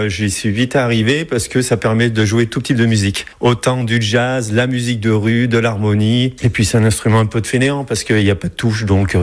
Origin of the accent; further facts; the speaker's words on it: Valence, Auvergne-Rhône-Alpes, France; Je suis de Valence à l'origine